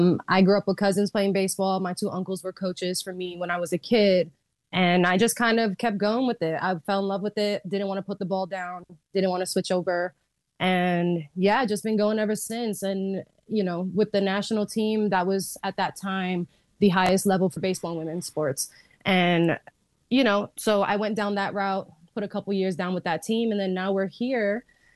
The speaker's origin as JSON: {"language": "English", "region": "New York", "country": "United States", "tie": "born or raised there", "said": "I'm a New Yorker, born and raised here my entire life, still here."}